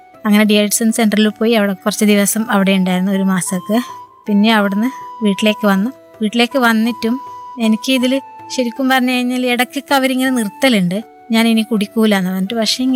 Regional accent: Karnataka, India; now in Kerala, India; ഞാൻ ജനിച്ച് വളർന്നത് കർണാടകയിലാണ്. അപ്പോൾ അവിടെ ഇങ്ങനെ പ്രശ്നങ്ങളുള്ളത് കൊണ്ട് തന്നെ എൻ്റെ അമ്മേൻ്റെ ഫാമിലീസൊക്കെ ഇവിടെ കേരളത്തിലാണ്.

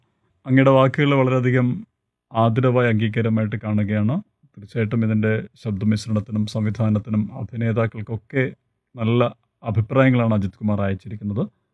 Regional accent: Panalad, Kerala, India; കണ്ണൂർ ജില്ലയിൽ പാണലാടാണ് എൻ്റെ വീട്.

